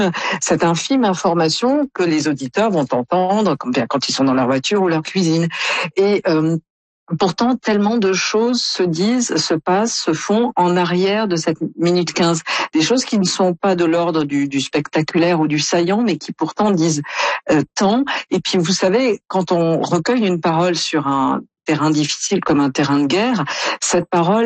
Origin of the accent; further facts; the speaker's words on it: France; quand on est Canadien ou comme moi français